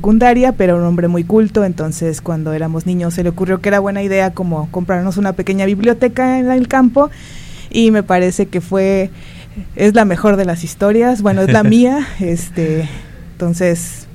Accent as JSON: {"language": "Spanish", "region": "Nayarit", "country": "Mexico", "tie": "born or raised there", "said": "Yo soy originaria de Refilión, es un ranchito ahí cerca de Compostela, 15 minutos antes, no sé si por ahí alguna vez lo han visto. Está cerca del río."}